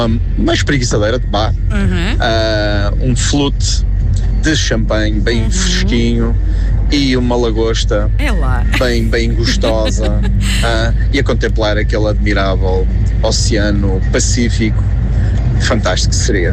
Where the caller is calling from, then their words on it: Vila do Conde, Norte, Portugal; sou de Vila do Conde.